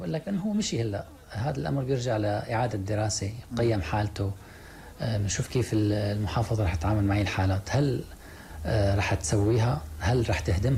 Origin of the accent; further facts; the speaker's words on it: Syria; الثروة المائية اللي هي أغلى ما نملك نحن كسوريين بعد روحنا